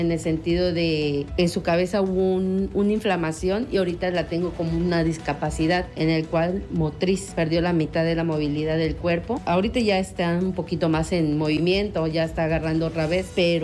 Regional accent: Campeche, Mexico; yo soy de acá de Campeche

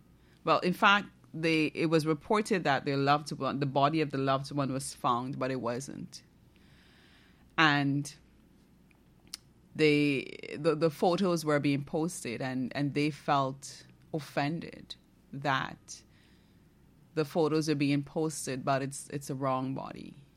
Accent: Barima-Waini, Guyana; pray for Region 1, period. I am from Region 1. I have never traveled with a ferry.

